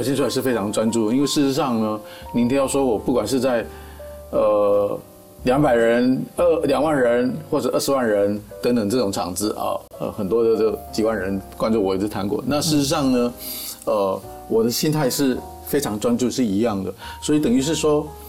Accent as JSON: {"language": "Chinese", "country": "Taiwan", "tie": "born there", "said": "我还是一个台湾出生的一个华人音乐家"}